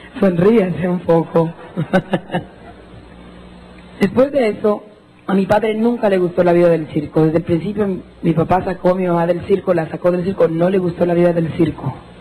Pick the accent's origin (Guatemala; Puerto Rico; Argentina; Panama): Guatemala; Jutiapa; Porque yo soy de Jutiapa, soy de Oriente, y en Jutiapa, en Oriente, eso de payasos y de tonterías no nos gusta.